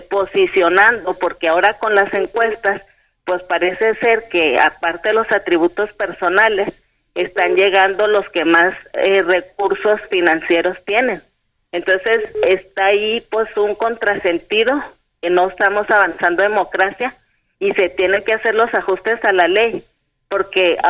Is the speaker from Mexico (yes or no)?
yes; Mexico; nosotros como los mexicanos